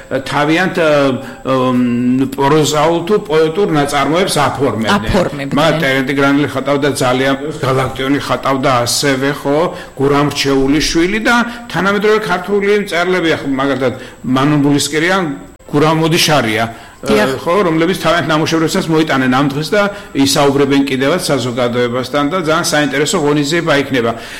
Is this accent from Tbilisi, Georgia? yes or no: no; Samegrelo-Zemo Svaneti, Georgia; მე სამეგრელოში ვიზრდებოდი, სკოლაში ვისწავლე ქართული და ძალიან უყურე სკოლას, როგორი სწავლე სკოლაში ქართულიოს, მე ორი მშობლიური ენა მაქვს ასე ვთქვათ არა.